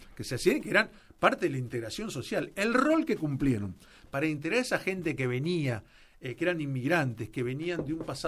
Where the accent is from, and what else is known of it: Argentina